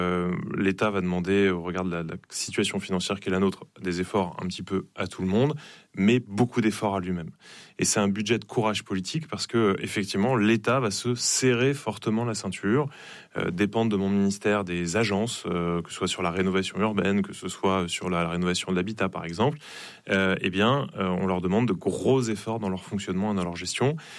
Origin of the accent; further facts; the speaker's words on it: France; Moi, je suis un enfant du logement social. J'ai grandi justement dans Bar HLM, dans la ville dont j'ai eu la chance d'être maire plus tard.